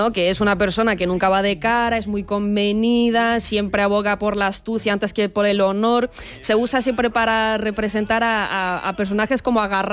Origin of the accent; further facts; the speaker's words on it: Russia; Spanish is a second language; ya yo os digo como rusa que es un tipo de carácter que también existe en Rus